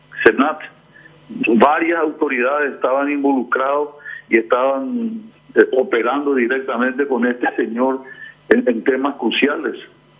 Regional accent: Paraguay; a mí como paraguayo

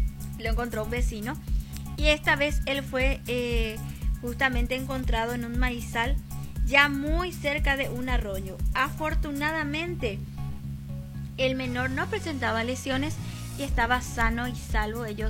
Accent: Paraguay; nosotros como paraguayos

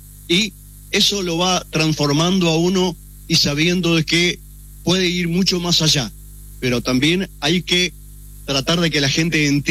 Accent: Santa Elena, Entre Ríos, Argentina; moved away; also born or lived in Corrientes; Santa Elena, hace muchos años me fui de Santa Elena después que murió mi padre. Tuve la satisfacción de incursionar en otras provincias, con otras radios, en otros canales. Fui a Corrientes, estuve en Corrientes en LD7, estuve en Radio Chaco.

